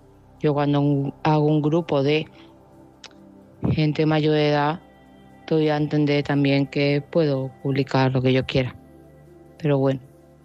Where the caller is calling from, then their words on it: Seville, Andalusia, Spain; de Sevilla.